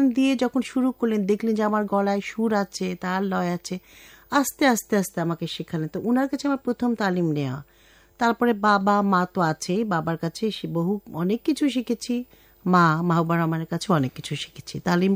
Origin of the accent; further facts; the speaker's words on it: Dhaka, Dhaka Division, Bangladesh; আমার জন্ম ঢাকাতেই, ওল্ড টাউনে, খাজেদেওয়ানে। আমার school Viqarunnisa school, Holi cross কলেজে, তারপর পরবর্তীতে আমি Bangladesh university of engineering and technology বুয়েটে পড়াশোনা করেছি স্থাপত্য চর্চা নিয়ে।